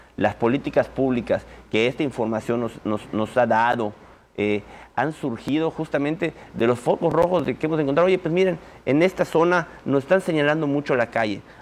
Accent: Progreso, Yucatán, Mexico; nosotros los progreseños

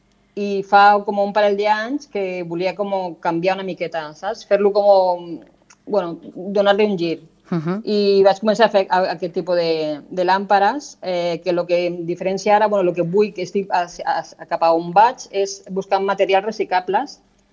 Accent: Murcia, Region of Murcia, Spain; born there; moved away as an adult; now in Catalonia, Spain; jo vaig néixer a Múrcia, vale, i als 18 anys vaig venir aquí a estudiar disseny i moda.

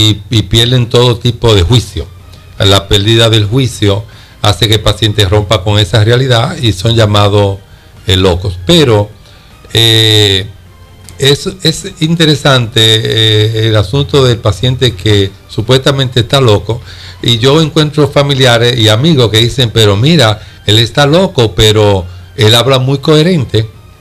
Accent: Puerto Plata, Dominican Republic; somos de Puerto Plata

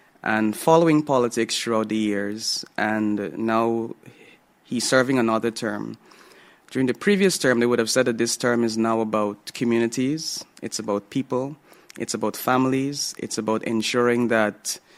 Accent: Demerara-Mahaica, Guyana; I'm from Commons Lodge

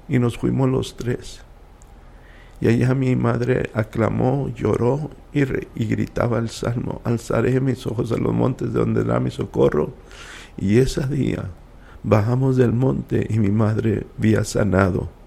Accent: El Paso, Texas, United States; born there; Mira, nosotros, yo y tú y Rosa, nacimos en el Paso, en un hospital de monjas, ¿ok? Allí nacimos en el Hospital San José, que estaba en el centro.

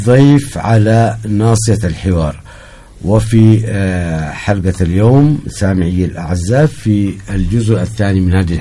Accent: Hadhramaut, Yemen; صار عندنا في حضرموت كثير من المتسربين من الدراسة

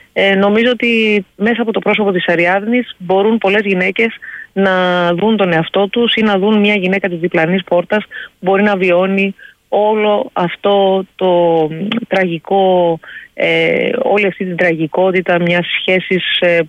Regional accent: Greece; πραγματικά είμαι πολύ περήφανη ως Ελληνίδα

